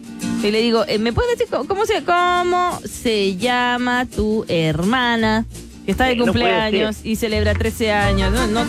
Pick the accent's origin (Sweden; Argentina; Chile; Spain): Chile; Yo no soy alemana … pero súper chilena que los porotos. Pero me contaron que yo soy danesa, se supone.